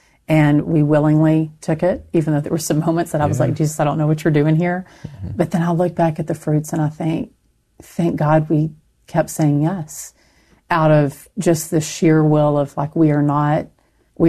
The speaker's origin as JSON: {"language": "English", "region": "Texas", "country": "United States", "said": "So I'm Texan. So it should have a pronunciation guide in there, but there's an audio book too if you want to hear that."}